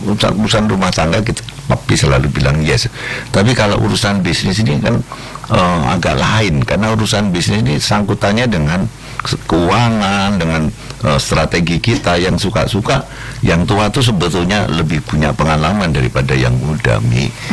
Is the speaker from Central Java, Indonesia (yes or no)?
yes; Klaten, Central Java, Indonesia; saya ini orang Klaten